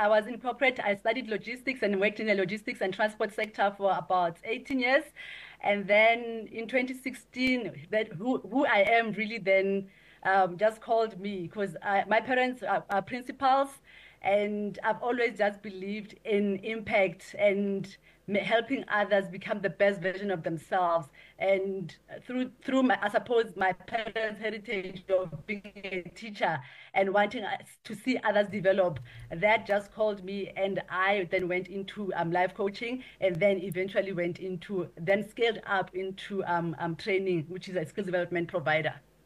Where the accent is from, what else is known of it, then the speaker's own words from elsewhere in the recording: Zeerust, North West, South Africa; moved away; you move from high school, from a rural area, I'm from Zirast in the Northwest